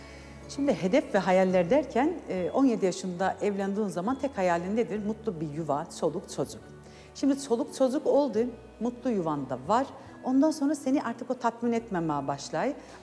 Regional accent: Çayeli, Rize, Turkey; Rize Çayeli'liyim

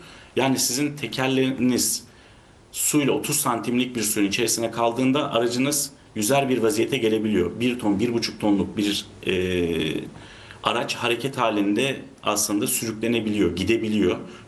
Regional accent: Istanbul, Turkey; Trafikte ciddi saat ve zaman harcıyoruz biz İstanbullular olarak.

